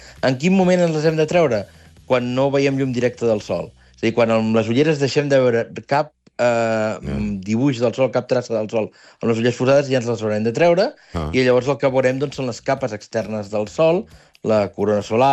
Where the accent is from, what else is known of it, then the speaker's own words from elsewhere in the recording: Barcelona, Catalonia, Spain; moved away as an adult; now in Àger, Spain; jo sóc del barri de Gràcia de Barcelona